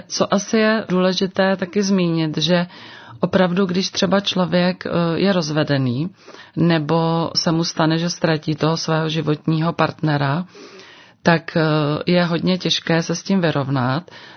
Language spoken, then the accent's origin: Czech; Plzeň, Plzeň Region, Czechia; já pocházím z Plzně